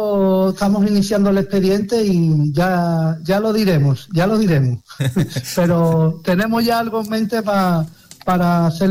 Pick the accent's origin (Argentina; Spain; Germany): Spain; Algar, Andalusia; Supuesto, por supuesto, yo que voy a decir de mi pueblo, ¿no?